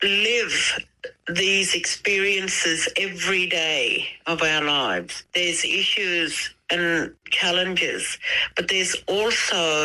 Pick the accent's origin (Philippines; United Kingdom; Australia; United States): Australia; Fitzroy Valley, Western Australia; I come from the Fitzroy Valley and I'm a Bunuba woman.